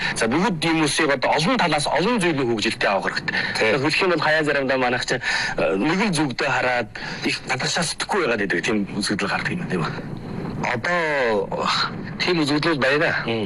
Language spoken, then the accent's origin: Mongolian; Hulunbuir, Inner Mongolia, China; манай сайхан нутаг Хүлэнбэрт